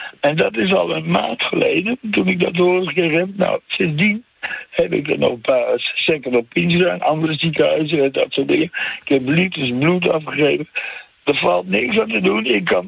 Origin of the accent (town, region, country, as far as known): Groningen, Netherlands; born or raised there; also born or lived in Friesland; now in The Hague, Netherlands